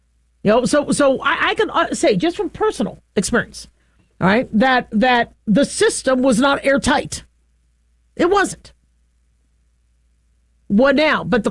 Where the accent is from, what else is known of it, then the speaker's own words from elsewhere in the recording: United States; I'm American.